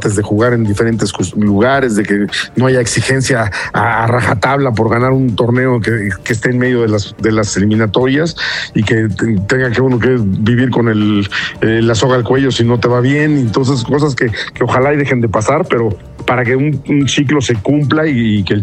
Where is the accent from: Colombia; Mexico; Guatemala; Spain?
Mexico